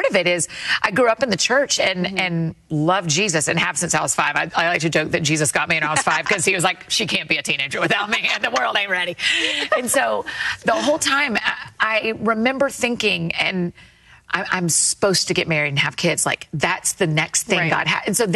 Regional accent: Atlanta, Georgia, United States; now in Nashville, United States; That's where I grew up in Atlanta, but I live in Nashville.

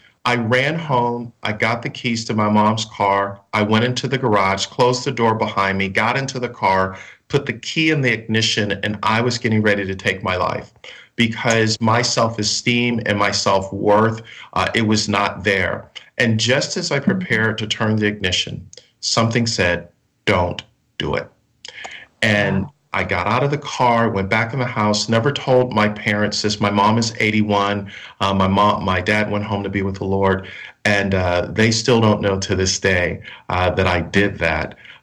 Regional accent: Buffalo, New York, United States; now in Orlando, Florida, United States; When I was 14 years of age, growing up in Buffalo, New York

